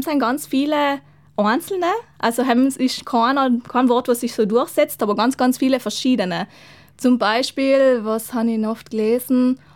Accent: Trentino-Alto Adige, Italy; Ja, also das kommt schon auch bei uns in Südtirol vor, dass die Wörter verwendet werden.

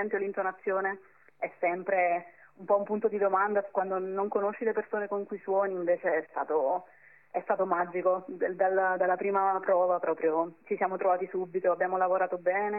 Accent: Salerno, Campania, Italy; moved away as an adult; also born or lived in Avellino; Io vengo da Salerno. Ho studiato a Salerno, in realtà, Avellino e Salerno. Poi per il master sono andata a Essen, in Germania.

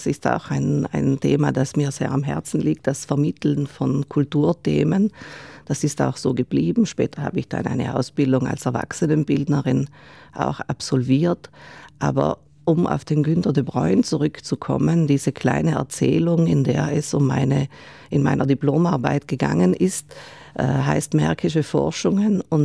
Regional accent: Bolzano, Trentino-Alto Adige, Italy; ich bin in der Bozner Sparkassestraße aufgewachsen, wo auch das Stadtmuseum steht.

